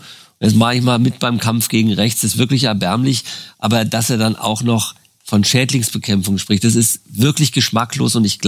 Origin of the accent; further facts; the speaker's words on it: Berlin, Germany; Als Berliner sind wir uns auch vertraut